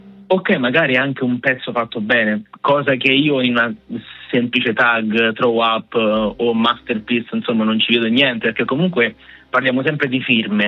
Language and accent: Italian; Rome, Lazio, Italy; io da romano